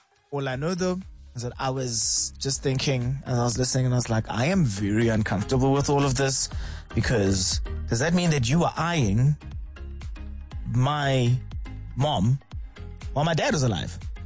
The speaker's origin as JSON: {"language": "English", "town": "Bethlehem", "region": "Free State", "country": "South Africa", "tie": "born or raised there", "said": "I grew up in Bethlehem."}